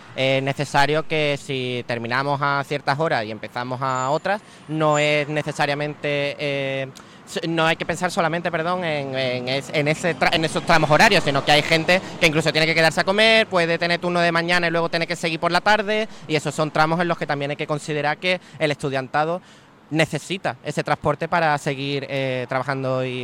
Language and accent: Spanish; El Puerto de Santa María, Andalusia, Spain; Totalmente, yo soy del puerto de Santa María